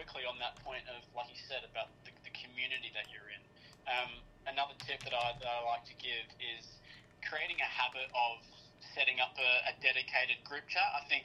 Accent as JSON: {"language": "English", "country": "Australia", "said": "I'm Australian"}